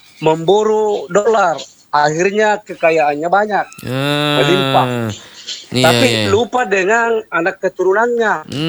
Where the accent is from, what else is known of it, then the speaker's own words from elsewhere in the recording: South Sulawesi, Indonesia; Kita orang Sulsel.